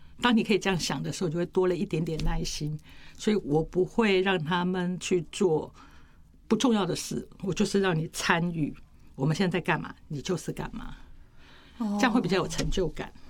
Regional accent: Kaohsiung, Taiwan; 第一份在高雄，我是高雄人，我在台南念书，然后做了9年。

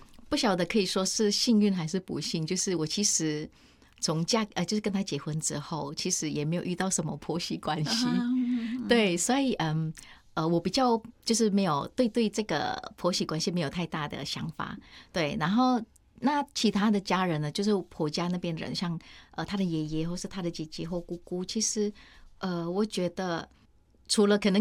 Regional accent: Indonesia; first language Indonesian; Chinese is a second language; now in Taiwan; 我觉得我突然间意识到，我觉得原来我的母语很重要。对，印尼话其实很重要，不管你以前对他有任何的阴影或什么

